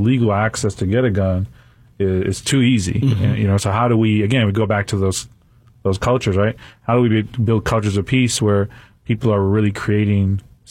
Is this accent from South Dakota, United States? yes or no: no; New York City, New York, United States; moved away as an adult; now in Charlotte, United States; I think I'm originally from New York City.